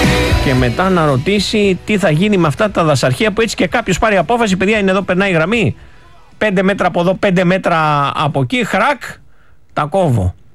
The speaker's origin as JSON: {"language": "Greek", "country": "Greece", "said": "καμαρώνουμε που είμαστε Έλληνες"}